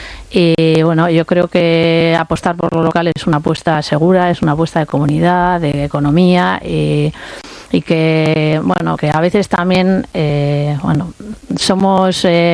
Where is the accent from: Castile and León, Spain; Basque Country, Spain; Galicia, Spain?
Basque Country, Spain; los vascos somos vascos y que generalmente tiramos más de nuestra tierra y vivimos en unos entornos, bueno, Bilbao es un pueblo